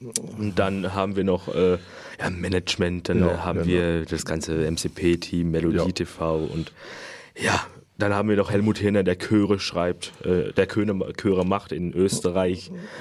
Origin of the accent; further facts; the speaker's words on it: France; now in Germany; Das gibt es bei mir in Frankreich und zwar in meinem Heimatdorf.